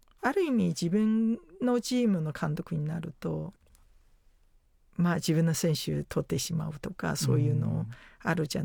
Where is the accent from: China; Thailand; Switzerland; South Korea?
China; Japanese is a second language; now in Japan; 元私も中国出身ですから、